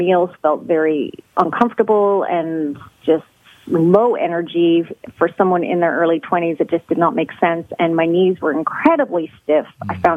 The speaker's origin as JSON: {"language": "English", "region": "Newfoundland and Labrador", "country": "Canada", "tie": "born or raised there", "said": "I also grew up in a very small town in Canada. I grew up in Newfoundland, and there just was not much available there."}